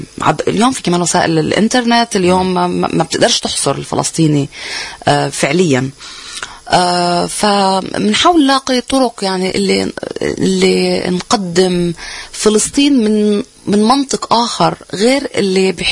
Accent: Palestine; كفلسطينيين

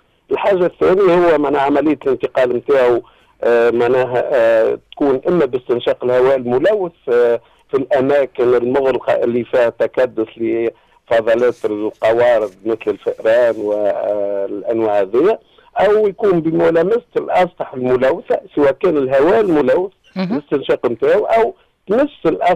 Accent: Tunisia; الموجودين عندنا في تونس

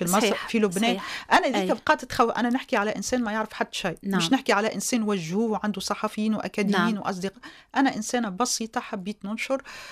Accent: Tunisia; احنا تونس رانا 12 مليون

